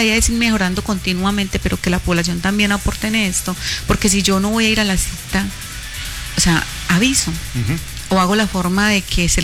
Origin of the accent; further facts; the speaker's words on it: Remedios, Antioquia, Colombia; yo soy remediana, yo no soy de otro lado, yo soy de acá del pueblo, estudio en el pueblo